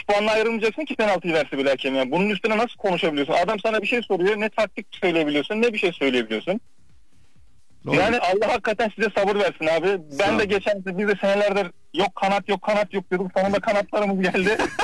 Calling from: Körfez, Kocaeli, Turkey; ben Kocaeli'den arıyorum seni Körfez'den.

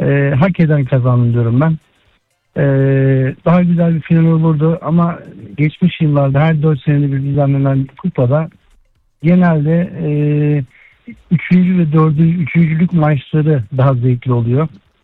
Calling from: Istanbul, Turkey; İstanbul'dan arıyorum.

